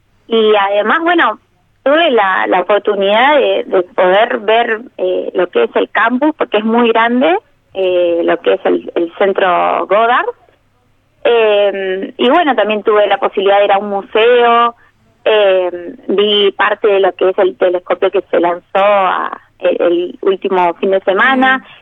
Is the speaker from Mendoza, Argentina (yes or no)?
no; Bahía Blanca, Buenos Aires Province, Argentina; yo soy de acá, de Bahía Blanca.